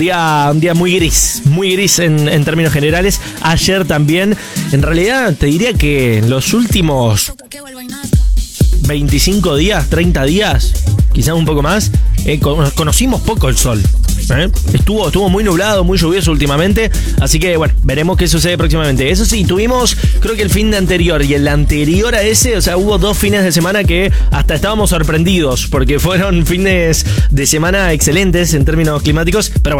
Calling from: Cañada Seca, Buenos Aires Province, Argentina; Acá el sol, mientras acomodo para un asadito en mi pueblo, Cañada Seca, provincia de Buenos Aires. … fiel oyente de la vida.

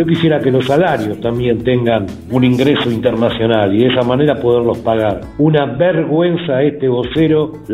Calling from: San Martín, Argentina; de San Martín les habla.

